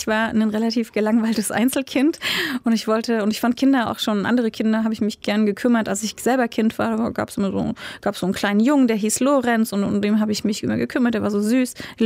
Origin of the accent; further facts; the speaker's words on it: Berlin, Germany; born there; also born or lived in Leipzig; Und dann bin ich mit meiner Mutter in West-Berlin aufgewachsen, was sehr interessant war. Das alte West-Berlin, ne, mit der Mauer noch drumherum, spezieller Ort.